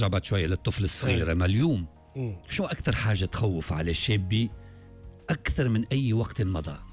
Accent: Djerba, Medenine, Tunisia

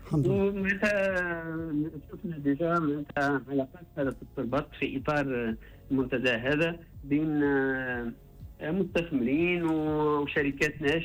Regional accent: Tunisia; احنا جمعيه تونسيين خريجين معهد العليا لاتوج

